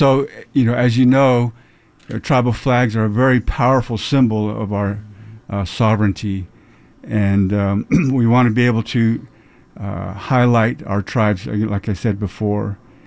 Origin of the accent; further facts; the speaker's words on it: Montezuma Creek, Utah, United States; now in Salt Lake City, United States; I've lived in Salt Lake City for, you know, over 30 years now. I grew up down in the Montezuma Creek area